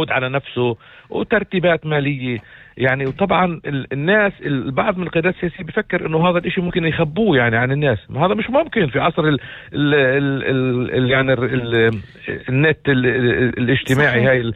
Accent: Israel; انا بحكي احنا كفلسطينيين بس بالداخل نقدر ننطي مثال لشعبنا الفلسطيني انه نقدر نعمل مع بعض،

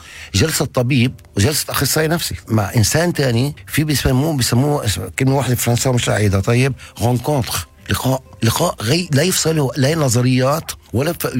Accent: Palestine; وإحنا كفلسطينيين

